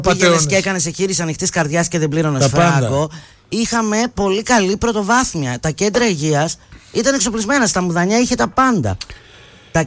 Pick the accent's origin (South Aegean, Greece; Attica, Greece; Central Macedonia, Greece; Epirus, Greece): Central Macedonia, Greece; Palaiokastro; είμαι από το Παλαιόκαστρο